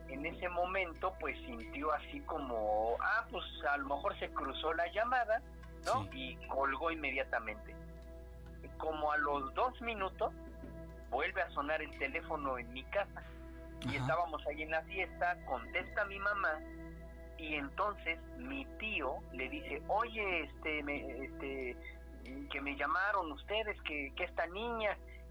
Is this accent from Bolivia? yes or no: no; Mexico City, Mexico; De la Ciudad de México.